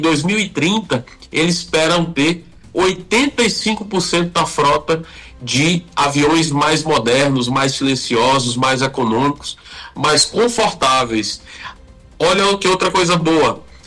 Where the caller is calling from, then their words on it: Fortaleza, Ceará, Brazil; estou de volta aqui na nossa amada Fortaleza. Tô aqui pertinho. Tô aqui em Fortaleza mesmo, meu amigo.